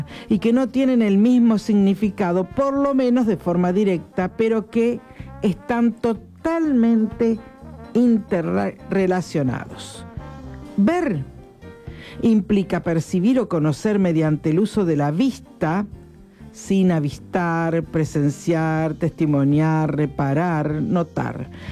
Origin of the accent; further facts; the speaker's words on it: Argentina; nos identifica como argentinos.